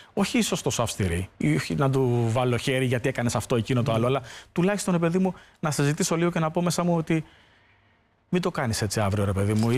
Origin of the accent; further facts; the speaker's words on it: Tripoli, Peloponnese, Greece; now in Athens, Greece; Το να φύγω από την πόλη μου και να βρεθώ σε μια πόλη όπως είναι η Αθήνα που συχαινόμουν πραγματικά